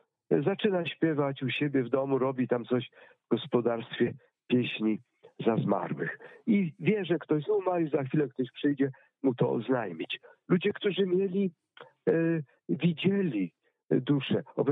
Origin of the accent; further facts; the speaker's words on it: Pomeranian Voivodeship, Poland; Właściwie po raz pierwszy i ostatni w życiu mogłem zwiedzać mój rodzinny kraj, Kaszuby.